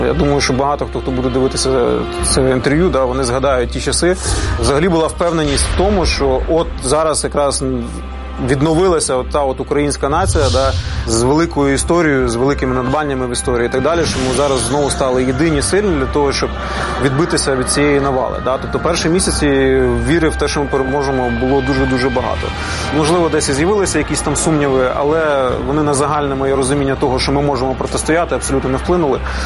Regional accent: Kyiv Oblast, Ukraine; наше рідне місто бомблять. Жили ми на той момент в Ужгороді, Київської області.

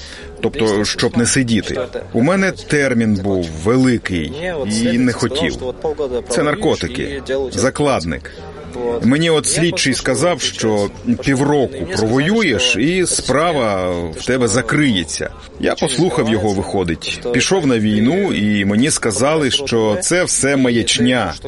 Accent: Kyrgyzstan; moved away; Я не з Росії. Я родом із Киргизії. А за національністю я узбек.

